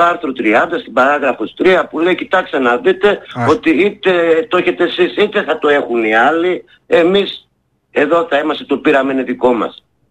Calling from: Aiginio, Central Macedonia, Greece; Καταγωγή μου από το Αιγίνιο Πιερίας.

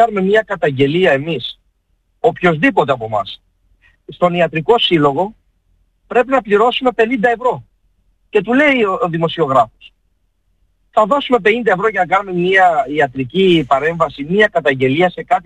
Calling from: Western Greece, Greece; είμαι από την Ηλία.

